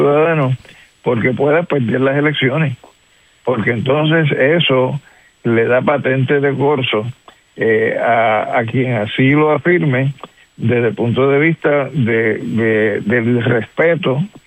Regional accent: Puerto Rico; Por ejemplo, yo soy puertorriqueño nacional

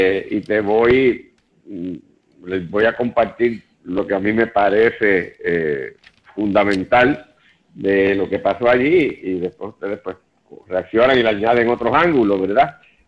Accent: Puerto Rico

